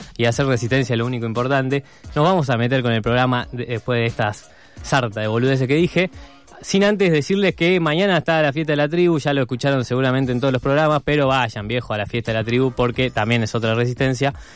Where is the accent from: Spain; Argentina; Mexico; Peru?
Argentina; Salta; como salteño que soy